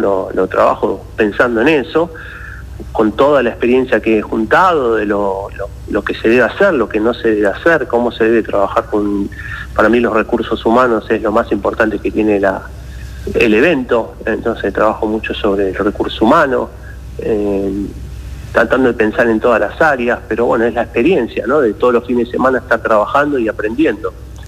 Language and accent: Spanish; Argentina; sabemos que como argentinos estamos pasando un tema económico